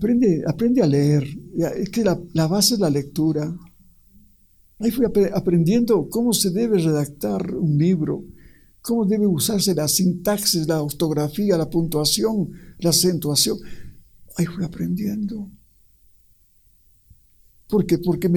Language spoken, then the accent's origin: Spanish; Ecuador; mi pueblo ecuatoriano que es pobre.